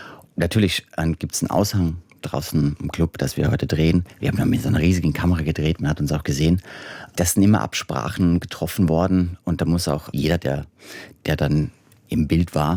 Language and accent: German; Austria; now in Berlin, Germany; also ich komme aus Österreich, also aus einer patriarchal geprägten, ne, christsozialen Welt, ne, wo Sex zwischen verschlossenen Türen stattfindet, in einer Ehe.